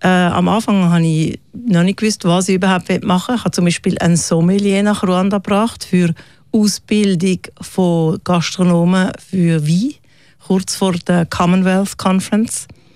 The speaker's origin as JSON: {"language": "German", "town": "Höri", "region": "Zurich", "country": "Switzerland", "tie": "born or raised there", "said": "weil ich aufgewachsen bin in Hochfelden. Das ist gerade im Landeanflug von der Piste."}